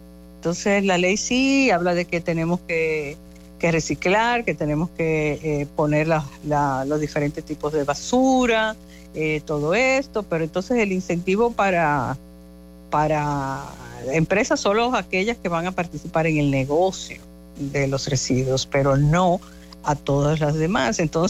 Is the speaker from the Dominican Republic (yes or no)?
yes; Dominican Republic; la gente como dominicano, la verdad que nos quemamos en esa materia.